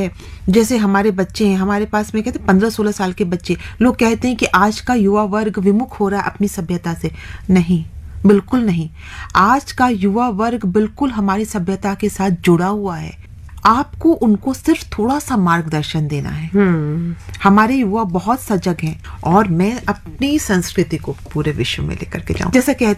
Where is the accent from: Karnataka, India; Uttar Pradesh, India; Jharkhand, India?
Jharkhand, India; Ranchi; मैं रांची की